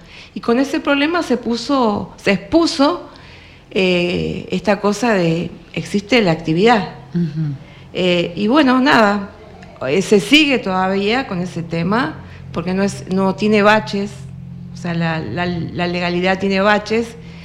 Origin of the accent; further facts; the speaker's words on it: Chubut, Argentina; más siendo patagónica, chubutense